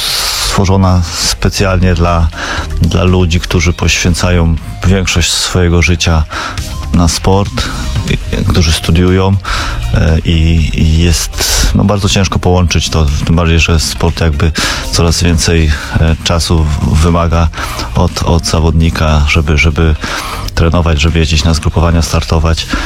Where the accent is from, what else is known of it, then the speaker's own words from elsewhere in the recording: Toruń, Kuyavian-Pomeranian Voivodeship, Poland; Ja wychowałem się na Skarpie.